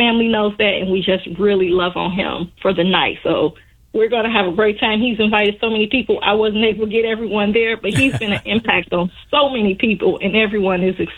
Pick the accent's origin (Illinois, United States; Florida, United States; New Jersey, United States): Illinois, United States; Chicago; I am a child born and raised in Cabrini Green. I was there the entire time.